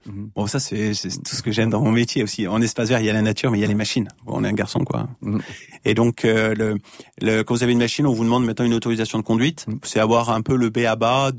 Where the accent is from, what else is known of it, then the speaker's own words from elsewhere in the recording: Auvergne-Rhône-Alpes, France; parce que on est aussi de la Savoie. Et donc, en Savoie, j'ai toujours abattu des arbres, les pins principalement.